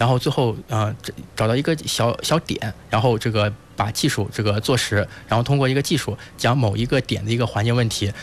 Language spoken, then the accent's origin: Chinese; Zhang'er Village, Shandong, China; 第一是我的这个老家，我本身就出生在咱们历城区董家镇张二村。